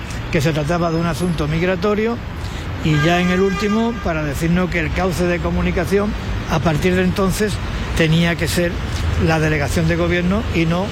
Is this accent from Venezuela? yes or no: no; Ceuta, Spain; lo digo como ceutí y lo digo como español.